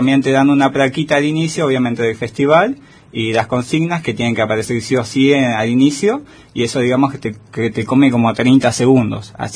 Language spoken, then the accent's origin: Spanish; Buenos Aires, Argentina; now in Esquel, Argentina; Vengo de Buenos Aires, estoy acá en Esquel hace principio de año, más o menos.